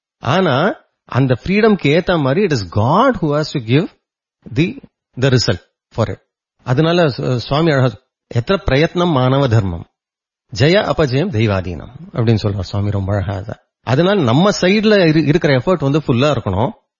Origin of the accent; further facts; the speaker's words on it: Chennai, Tamil Nadu, India; also born or lived in Madurai / Salem; நான் வந்து 1967 19 அக்டோபர் வந்து சென்னையில பிறந்தேன். அதுக்கப்புறம் வந்து மதுரை, சேலம், அகெயின் மதுரை, அப்புறம் சென்னை, இங்கதான் என்னோட லைஃபே நடந்தது 10th வரைக்கும்.